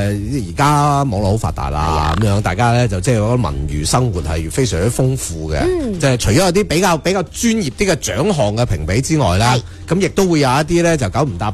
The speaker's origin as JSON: {"language": "Cantonese", "region": "Guangdong", "country": "China", "said": "我哋老广"}